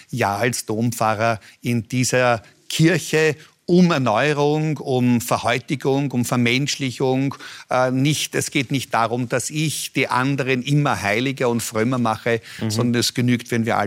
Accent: Vienna, Austria; Im Blick auf den Gemeindebau da hinten, dort bin ich aufgewachsen. Dort haben wir auch noch Schlangen suchen können, Pfeil und Bogen spielen und einiges von dem am Stadtrand von Wien erleben zu können, das mich echt als liebenden Wiener auszeichnet

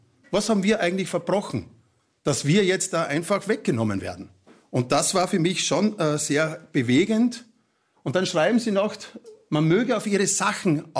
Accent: Halbturn, Burgenland, Austria; Vor 28 Jahren habe ich im Gemeindearchiv von Halbturn, das ist mein Heimatort, in einer Schachtel, Korrespondenz 1941, stand drauf, 4 Briefe der Familie Uivari

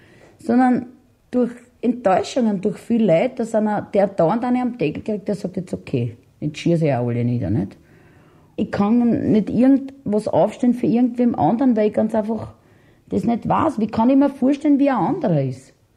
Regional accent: Vienna, Austria; ich bin ein Wiener Original

